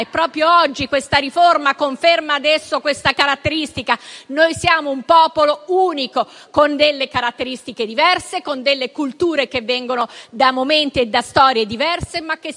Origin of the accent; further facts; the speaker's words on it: Trentino-Alto Adige, Italy; la mia terra, l'Alto Adige, che è ovviamente ha questa autonomia così avanzata, così futuribile, proprio perché frutto della presenza sul territorio di tre gruppi linguistici con storia